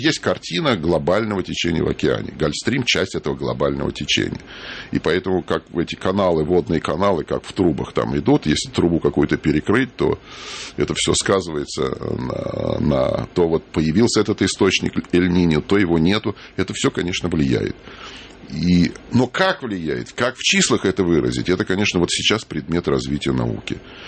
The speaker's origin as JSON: {"language": "Russian", "region": "Moscow", "country": "Russia", "tie": "born or raised there", "said": "Мое детство прошло в Москве. Я прожил свое детство в доме, который сейчас занимает музей Шилова. Понятно. На Знаменке."}